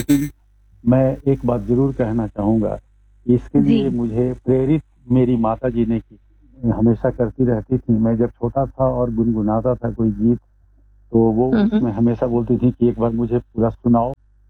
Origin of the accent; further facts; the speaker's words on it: Ranchi, Jharkhand, India; मैं इंडिया में रांची को बिलोंग करता हूँ मैडम